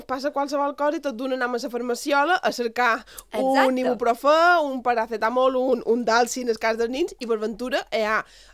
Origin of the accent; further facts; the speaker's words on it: Mallorca, Balearic Islands, Spain; en el meu poble fan una fira dedicada a les herbes